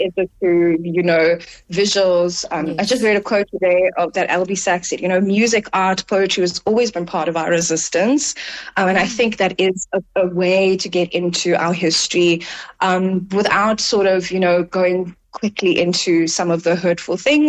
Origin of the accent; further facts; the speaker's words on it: Cape Town, Western Cape, South Africa; So I grew up in Roosendaal in Delft. So depending on where you are, on the Cape Flats.